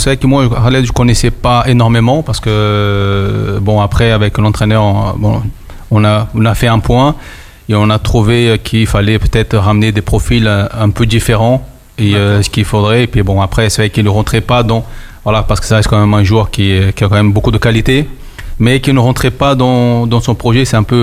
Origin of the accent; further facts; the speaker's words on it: Brazil; moved away; moi je suis brésilien et je suis rentré dans une identité lançoise.